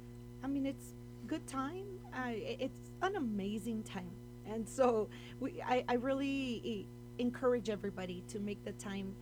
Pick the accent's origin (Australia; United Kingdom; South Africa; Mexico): Mexico; Ciudad Juárez, Chihuahua; now in El Paso, United States; I grew up in Juarez. I was born here. So I got to live both worlds